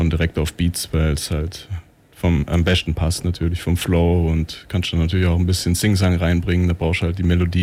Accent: Ulm, Baden-Württemberg, Germany; also born or lived in Friedrichshafen; Ich bin mit einem Jahr nach Ulm gezogen, ja.

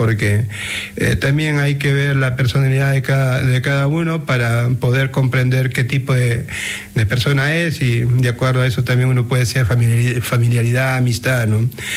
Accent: Huanchaco, La Libertad, Peru; y yo llevé la quena, la zampoña y el charango a Huanchaco, a mi pueblo, y ahí empezamos.

